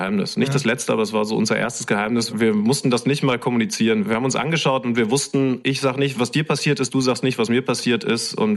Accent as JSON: {"language": "German", "town": "Bahrdorf", "region": "Lower Saxony", "country": "Germany", "tie": "born or raised there", "also_born_or_lived": "Göttingen", "moved": "as an adult", "said": "Ich bin da groß geworden in eben Bardorf. Also ist auch sogar zu groß gesagt, weil dieses Forsthaus nochmal außerhalb von Bardorf steht. Dieses Forsthaus gehört zum Ortsteil Blanken und der Blanken steht tatsächlich genau zwischen Bardorf und Rickensdorf."}